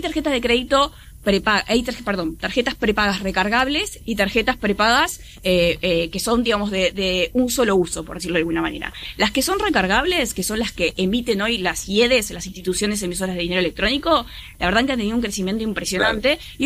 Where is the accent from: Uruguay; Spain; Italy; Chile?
Uruguay; como uruguaya orgullosa que soy